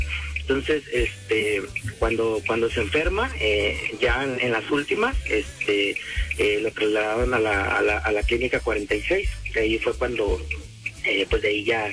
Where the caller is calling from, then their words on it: Tonalá, Jalisco, Mexico; De aquí de Tonalá.